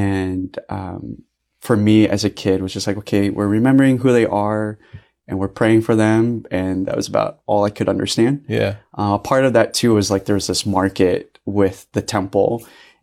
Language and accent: English; Lincoln, Nebraska, United States; we grew up in. I was the only one born in Lincoln.